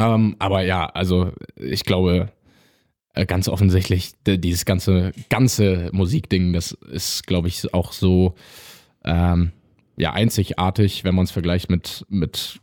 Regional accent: Trier, Rhineland-Palatinate, Germany; Den Kontakt habe ich bekommen über Personen aus Trier. Ich bin ja aus Trier.

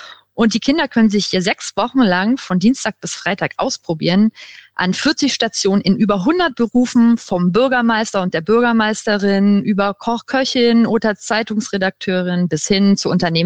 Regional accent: Southern Germany, Germany; Aber ich komme aus dem Süden und meine nächste Spielstadt wäre dann eher Mini-München gewesen.

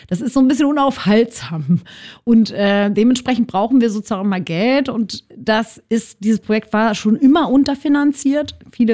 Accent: Berlin, Germany; Ich bin selbst in Marzahn groß geworden in den 90ern.

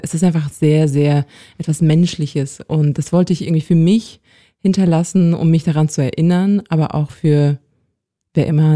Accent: Kyiv Oblast, Ukraine; eigentlich um die Geister von den Wäldern und Sümpfen aus dem Norden der Ukraine, aus der Region von Kiew, wo ich aufgewachsen bin.

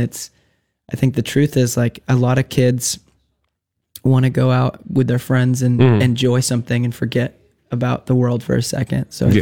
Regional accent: San Diego, California, United States; And we're from San Diego and we're pretty stoked guys.

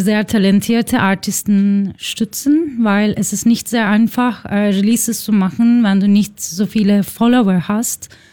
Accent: Istanbul, Turkey; German is a second language; now in Barcelona, Spain; Ich bin aus Istanbul, aber ich wohne jetzt in Spanien, deshalb ich kann nicht mehr sehr gut Deutsch reden.

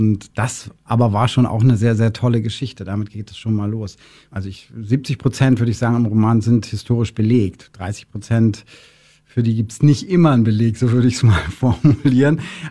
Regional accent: Schwerin, Mecklenburg-Vorpommern, Germany; schlimmer als Mecklenburger wie ich, gibt in Schwerin, wo ich herkomme, eine Büste

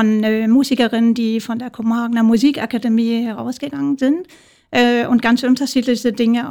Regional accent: Denmark; als Dänin muss ich unbedingt den dänischen Act nennen

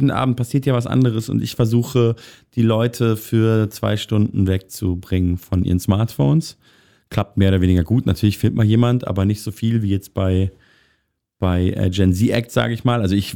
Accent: Munich, Bavaria, Germany; now in Berlin, Germany; weil ich komme ja aus München. Ich wohne jetzt, wie lange wohne ich in Berlin? Gute 10 Jahre so langsam.

